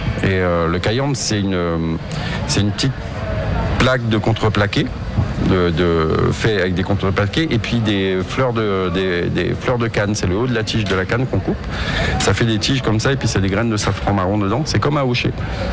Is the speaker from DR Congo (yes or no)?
no; Réunion; now in Paris, France; quand j'ai grandi à La Réunion, le Maloya, j'ai entendu ça tout le temps, depuis très très longtemps.